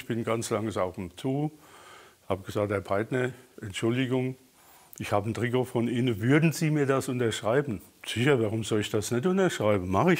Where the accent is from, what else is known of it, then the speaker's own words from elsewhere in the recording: Rhineland-Palatinate, Germany; Und er sagte, wo kommst du denn überhaupt her? Und ich sagte, aus der Nähe von Mainz.